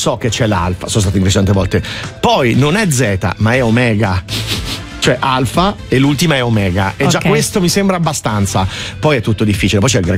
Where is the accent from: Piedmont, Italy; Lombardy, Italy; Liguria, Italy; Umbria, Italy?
Umbria, Italy; io da umbro